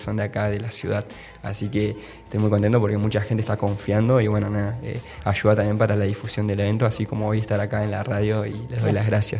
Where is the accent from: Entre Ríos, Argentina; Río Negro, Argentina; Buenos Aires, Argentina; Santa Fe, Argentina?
Río Negro, Argentina; Cipolletti; yo soy de acá de Cipolletti